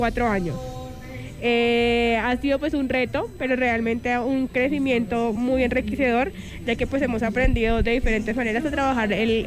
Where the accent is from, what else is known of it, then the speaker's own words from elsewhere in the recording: Boyacá, Colombia; Bueno, venimos del municipio de Santa Quirá. exactamente en la vereda Angosturas, donde tenemos una finca ecoturística